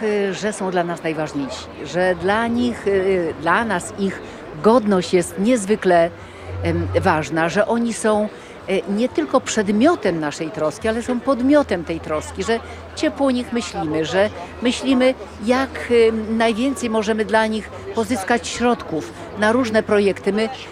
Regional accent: Gdańsk, Pomeranian Voivodeship, Poland; jestem gdańszczanką, ale śmieję się, że ja mam taką naturę poznanianki

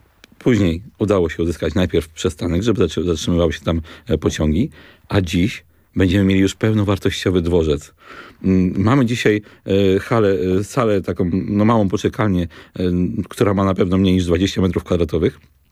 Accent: Opoczno, Łódź Voivodeship, Poland; u nas w Opocznie

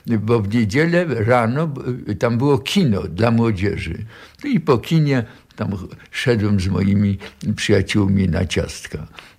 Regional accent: Łódź, Łódź Voivodeship, Poland; moved away as an adult; now in United States; urodziłem się w Łodzi, skończyłem gimnazjum Marszałka Piłsudskiego w 1931 roku, w 17 roku życia.

